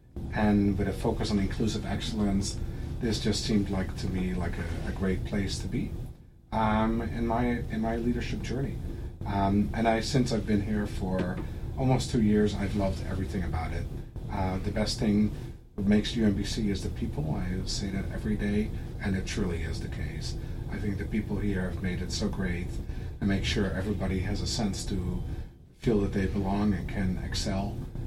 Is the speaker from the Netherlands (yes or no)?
yes; Netherlands; moved away as an adult; now in United States; So I grew up in the Netherlands. And grew up in a small town in the Netherlands. Actually, I also lived in Belgium for half a year as well, doing a clinical internship.